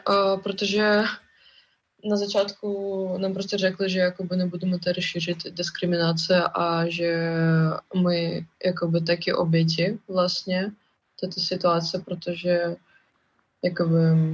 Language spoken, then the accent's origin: Czech; Russia; Czech is a second language; now in Prague, Czech Republic; co máme tam v Rusku